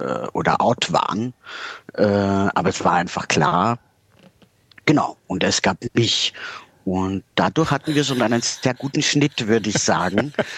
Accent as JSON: {"language": "German", "country": "Austria", "lives_now": "Berlin, Germany", "said": "Also ich komme aus Österreich."}